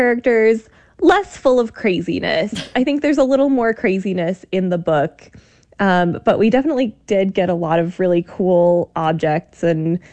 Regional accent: Iowa City, Iowa, United States; Iowa City was such a cool place to grow up as a writer and a kid who was into writing

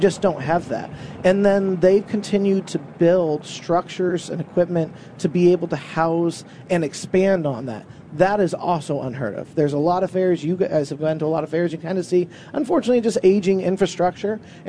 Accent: Groton, Vermont, United States; So I'm out of Groton, Vermont.

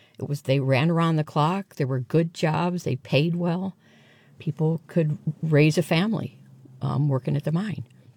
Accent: Rochester, New York, United States; now in Eden, Vermont, United States; I grew up in Rochester, New York

